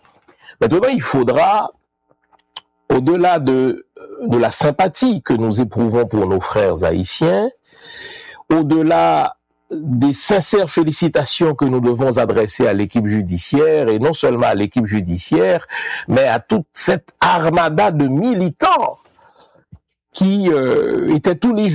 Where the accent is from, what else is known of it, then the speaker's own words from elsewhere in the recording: Haiti; C'est cruel, bien sûr que c'est cruel. Je suis humain, je suis haïtien.